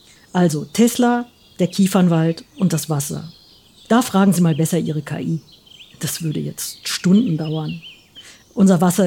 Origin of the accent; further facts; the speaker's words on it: Bavaria, Germany; ich komme aus dem Westen, aus Bayern, wohnte ich in einem großen Dorf.